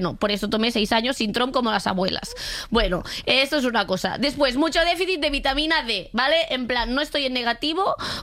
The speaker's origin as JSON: {"language": "Spanish", "region": "Catalonia", "country": "Spain", "said": "Yo bebo agua porque soy catalana"}